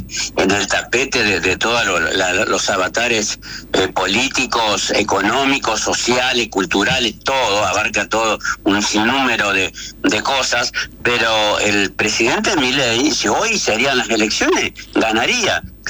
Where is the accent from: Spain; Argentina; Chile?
Argentina; La Paz, Entre Ríos; bajemos a La Paz, de donde soy yo